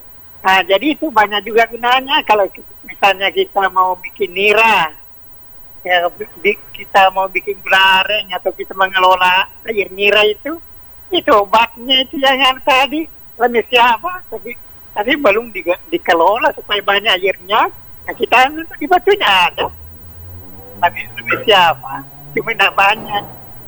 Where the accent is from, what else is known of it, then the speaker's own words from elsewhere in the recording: Soppeng, South Sulawesi, Indonesia; moved away; kalau di kampung saya itu, di Sopeng kan, Selatan